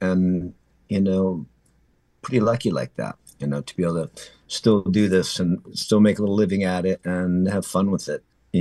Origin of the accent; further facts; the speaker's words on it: Minneapolis, Minnesota, United States; growing up in Minneapolis, it's the most diverse community I can imagine growing up in.